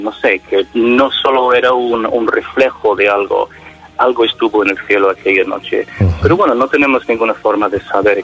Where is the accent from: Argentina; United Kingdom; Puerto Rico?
United Kingdom; moved away; soy británico